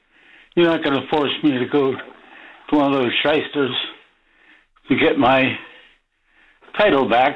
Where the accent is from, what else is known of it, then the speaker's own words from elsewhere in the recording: Toronto, Ontario, Canada; moved away; Toronto, which is my hometown.